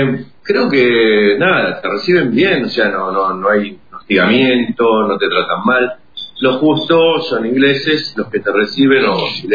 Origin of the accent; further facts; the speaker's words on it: Buenos Aires, Argentina; now in Falkland Islands; yo soy de La Boca, así que mi tradición pictórica viene a través de mi papá.